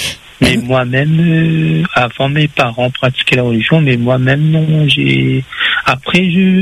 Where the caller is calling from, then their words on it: Saint-Denis, Réunion; Donc, j'appelle de Saint-Denis. J'ai 45 ans, bientôt 46.